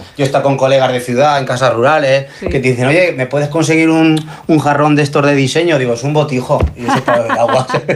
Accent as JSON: {"language": "Spanish", "region": "Castilla-La Mancha", "country": "Spain", "said": "somos paisanos, castellano manchegos"}